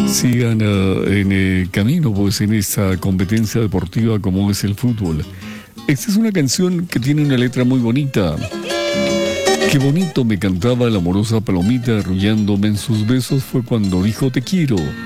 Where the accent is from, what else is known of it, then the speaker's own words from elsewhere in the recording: Arequipa, Peru; Algunos ya radican aquí en nuestra tierra, Arequipa.